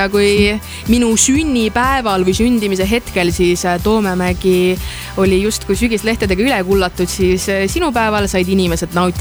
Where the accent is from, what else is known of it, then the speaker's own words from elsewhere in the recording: Tartu, Tartu County, Estonia; born there; mina sündisin siin Tartu sünnitusmajas, mis on siis aadressil Lossi 36